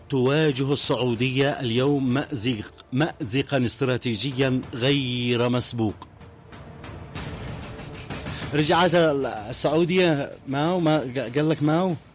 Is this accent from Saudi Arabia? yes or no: no; Yemen; بلادنا اليمن